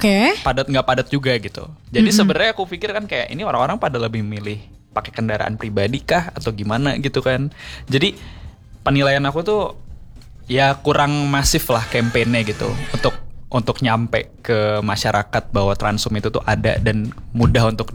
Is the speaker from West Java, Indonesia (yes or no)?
yes; Bandung, West Java, Indonesia; karena saya sebagai warga Bandung